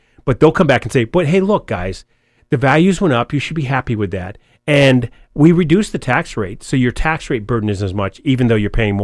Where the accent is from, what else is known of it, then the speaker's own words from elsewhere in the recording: New Hampshire, United States; I'm from New Hampshire. I've been in three different housing markets.